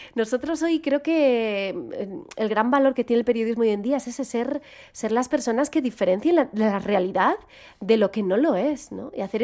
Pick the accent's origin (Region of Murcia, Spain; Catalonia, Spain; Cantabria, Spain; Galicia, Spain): Galicia, Spain; accent: Galician; Creo que es un poco gallego, que tengo esas entonaciones cantarinas porque soy gallega